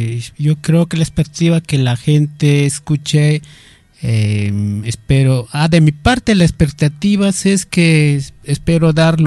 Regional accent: Huancayo, Junín, Peru; soy de la ciudad de Huancayo

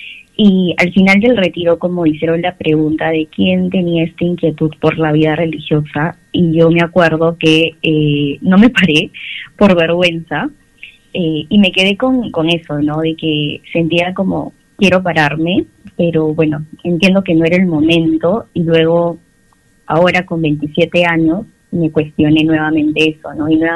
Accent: Lima, Peru; soy de Lima, tengo 27 años

